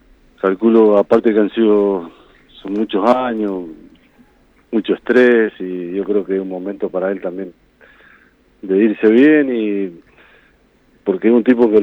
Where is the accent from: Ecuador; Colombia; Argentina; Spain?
Argentina; cómo somos los argentinos